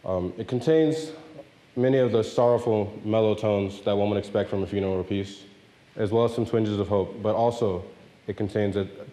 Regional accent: Chicago, Illinois, United States; I'm 19 years old, and I'm from Chicago, Illinois.

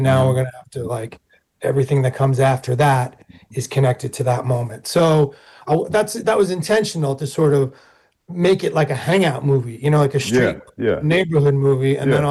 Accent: Long Island, New York, United States; I was a young man living in New York City on that day and during that period, and I'm from Long Island.

